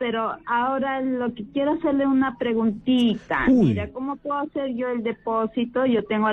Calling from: Lima, Peru; estoy llamando de Los Olivos

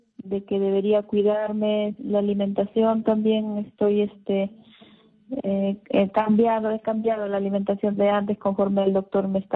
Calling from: Cusco, Peru; le llamo de Cusco.

